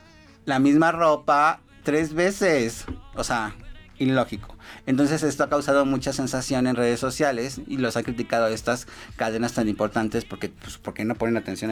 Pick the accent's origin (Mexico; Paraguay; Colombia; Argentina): Mexico; no hay como las mexicanas, como los mexas